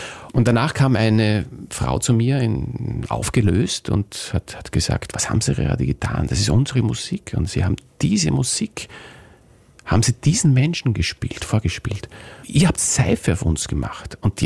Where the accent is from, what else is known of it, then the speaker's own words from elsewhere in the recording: Austria; Ich stehe als Österreicher